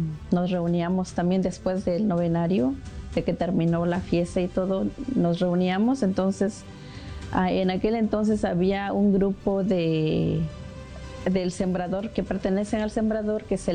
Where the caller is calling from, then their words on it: Oaxaca, Mexico; soy del estado de Oaxaca, México.